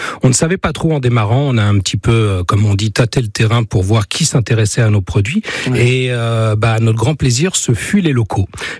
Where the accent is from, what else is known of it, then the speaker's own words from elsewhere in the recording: Île-de-France, France; moved away as an adult; now in Dordogne, France; je ne suis pas d'ici, je suis une pièce rapportée et je viens d'Île-de-France. Et en m'installant en Dordogne, j'ai travaillé dans le tourisme puisque je parle anglais.